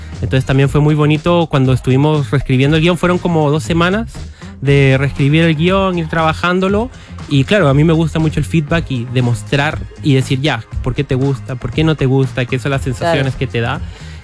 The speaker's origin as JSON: {"language": "Spanish", "country": "Costa Rica", "tie": "born or raised there", "moved": "as an adult", "lives_now": "Chile", "said": "yo nací en Chile, ajá, pero yo viví toda mi vida en Costa Rica."}